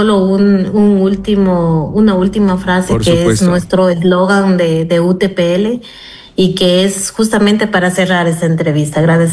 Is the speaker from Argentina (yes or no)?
no; Ecuador; nosotros como ecuatorianos